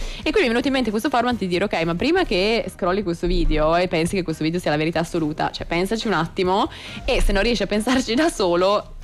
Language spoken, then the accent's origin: Italian; Asti, Piedmont, Italy; moved away as an adult; now in Milan, Italy; No, io in realtà sono originaria di Asti, quindi